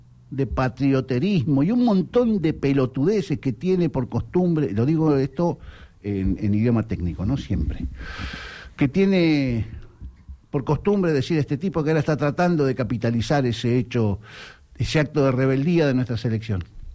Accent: Argentina; Pero somos Argentina. Mal que le pese a muchos, somos Argentina.

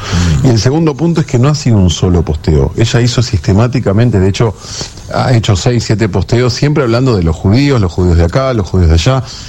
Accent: Argentina

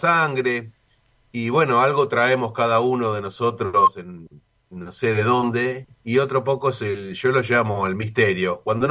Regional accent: Ituzaingó, Buenos Aires Province, Argentina; Yo soy de acá, del oeste, toda mi vida, y acá vivo. O sea, no soy porteño

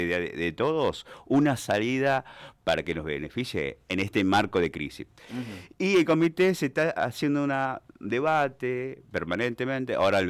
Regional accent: Santa Cruz, Argentina; nosotros en Santa Cruz somos la provincia patagónica

